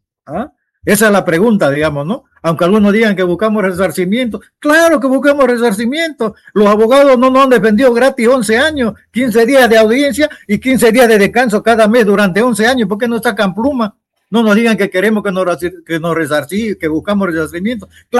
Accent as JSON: {"language": "Spanish", "region": "eastern lowlands", "country": "Bolivia", "said": "Tal vez porque soy camba"}